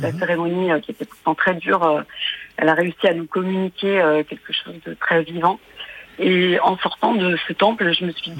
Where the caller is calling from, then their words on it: Auvergne-Rhône-Alpes, France; J'appelle de Toulon, en Ardèche.